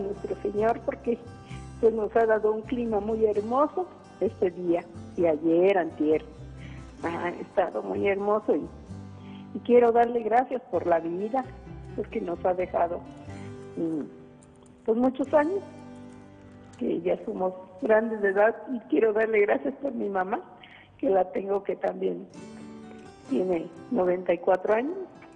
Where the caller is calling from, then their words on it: Querétaro, Mexico; De Querétaro